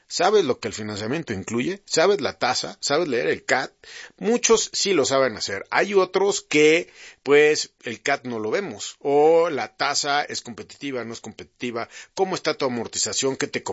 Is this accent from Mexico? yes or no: yes; Mexico; ¿Qué dicen nosotros como mexicanos, la sociedad, en las encuestas a nivel nacional?